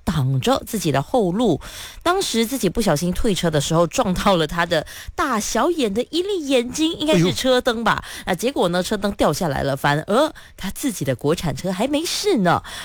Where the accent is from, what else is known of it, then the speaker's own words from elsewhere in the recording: Batu Pahat, Johor, Malaysia; 他是在巴图巴汉，我的家乡哦